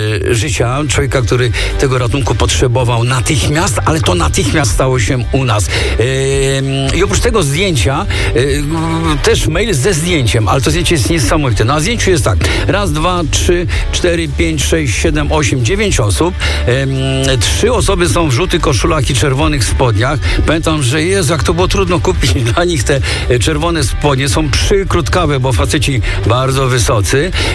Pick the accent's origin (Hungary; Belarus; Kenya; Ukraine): Kenya; Polish is a second language; now in Warsaw, Poland; Pochodzę z Kenii, od 36 lat mieszkam w Warszawie oraz pracuję jako nauczyciel języka angielskiego.